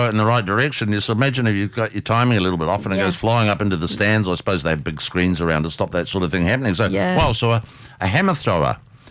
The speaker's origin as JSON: {"language": "English", "country": "New Zealand", "tie": "born or raised there", "said": "I'm sort of more of a rugby man growing up in New Zealand"}